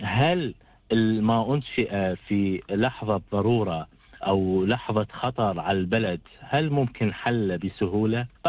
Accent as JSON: {"language": "Arabic", "country": "Iraq", "said": "طبعا كعراقي حس بهذا الخطر"}